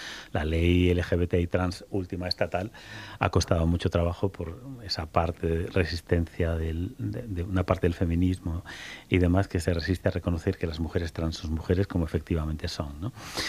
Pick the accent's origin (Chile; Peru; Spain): Spain; Extremadura